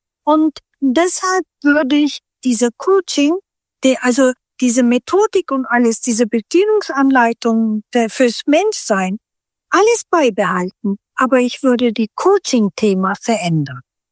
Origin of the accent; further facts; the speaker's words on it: Turkey; German is a second language; Und was jetzt mit meinem Heimat, mit Türkei angeht, wenn ich in der Türkei bin, dann bin ich mit dem dortigen Leben auch in Auseinandersetzung.